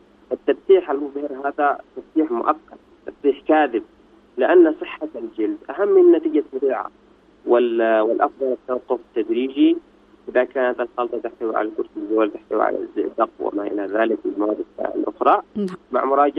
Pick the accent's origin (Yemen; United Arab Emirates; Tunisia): Yemen; وعندنا في اليمن غالبا السبب يكون وقات